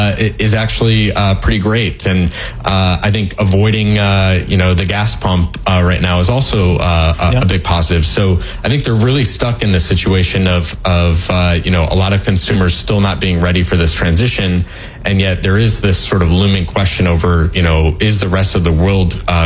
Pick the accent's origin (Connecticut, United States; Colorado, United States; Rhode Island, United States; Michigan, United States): Michigan, United States; I grew up in Michigan.